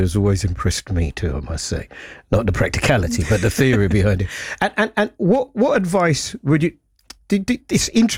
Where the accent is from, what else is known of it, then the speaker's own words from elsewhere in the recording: London, United Kingdom; this young black guy growing up in London